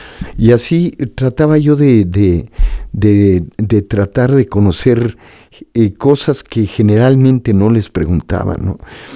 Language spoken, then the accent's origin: Spanish; Mexico